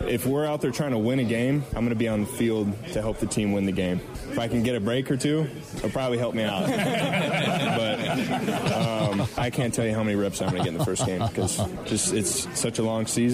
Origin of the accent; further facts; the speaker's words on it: South Dakota, United States; being from South Dakota. So, you know, I'll have a lot of loved ones there, a lot of people from my hometown community, just from the state of South Dakota in general.